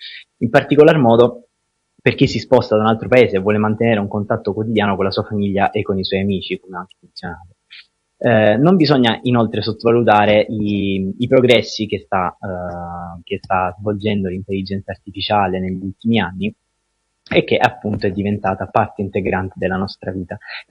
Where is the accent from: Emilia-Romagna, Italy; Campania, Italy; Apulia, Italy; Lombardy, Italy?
Apulia, Italy; Lecce; Buongiorno a tutti, grazie Saida … ho 21 anni, vengo da Lecce e attualmente studio Scienze Politiche e Relazioni Internazionali all'Università del Salento.